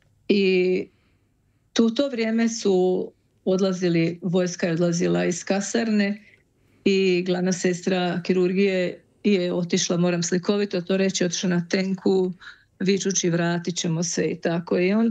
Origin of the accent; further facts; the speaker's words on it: Croatia; also born or lived in Osijek / Vinkovci; kada čuju moj hrvatski jezik i da ja sad kažem, ja sam iz Hrvatske